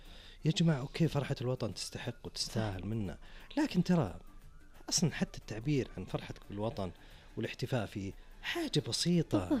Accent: Saudi Arabia; بلادنا المملكة العربية السعودية

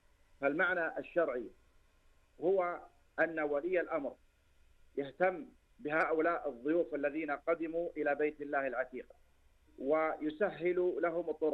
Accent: Saudi Arabia; بلادنا المملكة العربية السعودية

